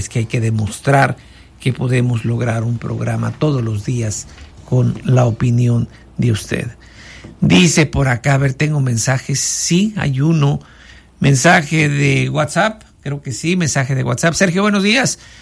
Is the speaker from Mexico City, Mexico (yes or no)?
no; Vallecito de Zaragoza, Guerrero, Mexico; moved away; el barrio del Poche es de mi pueblo, de allá de Vallecito de Zaragoza, no es de aquí